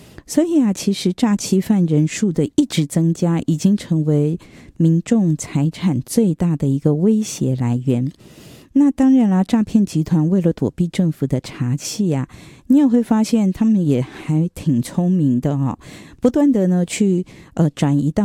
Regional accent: Taiwan; 我觉得我们台湾人还是心地善良的居多

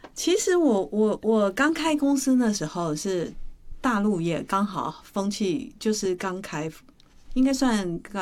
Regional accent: Taiwan; 我们台湾这边

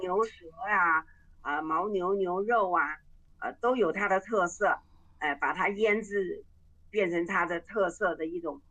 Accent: Taiwan; 你再把它变成就像我们台湾人吃的这个那个什么，仙草，对吧？

